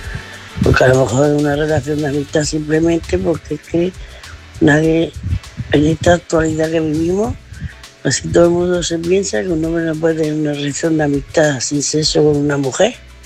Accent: Murcia, Region of Murcia, Spain; de Murcia, corresponsal de Murcia

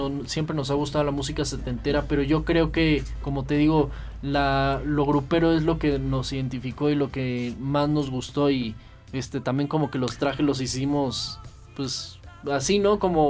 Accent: Mexico; nos gusta mucho cantar en español y nos gusta pues nuestro idioma, somos mexicanos.

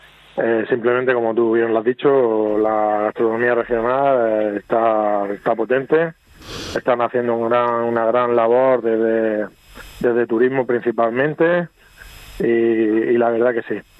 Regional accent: Region of Murcia, Spain; Sí, el limón, como buenos murcianos, ya sabes, el limón es un ingrediente que a casi todo el mundo le gusta y le ponemos limón a todos los platos.

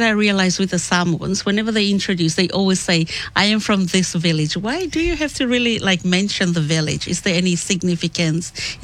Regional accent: Solomon Islands; now in New Zealand; I'm from the Solomons

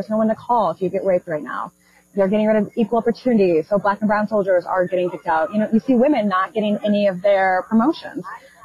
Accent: Illinois, United States; I'm from Southern Illinois.

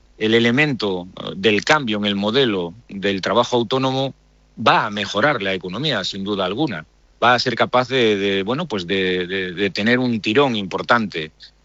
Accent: Galicia, Spain; born there; tengo la suerte de estar en mi pueblo, en Galicia

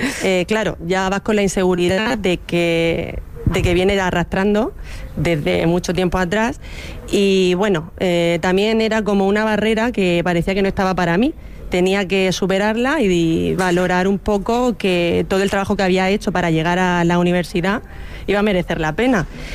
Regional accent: Cartagena, Region of Murcia, Spain; tengo 35 años, soy más de Cartagena que el asiático, o sea, soy de aquí total.

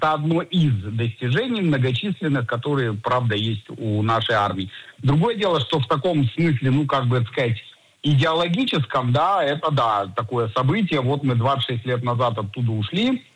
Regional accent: Israel

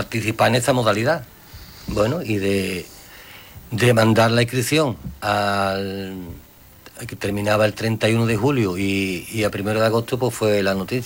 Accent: Morón de la Frontera, Andalusia, Spain; De Morón de la Frontera. No de Sevilla. ¿Pero esto por dónde está? Sevilla, sí, pero que nosotros somos de Morón.

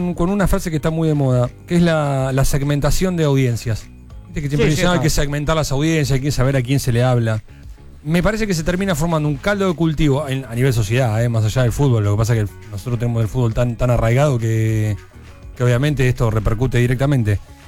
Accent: Lanús, Buenos Aires Province, Argentina; me crié en Lanús.

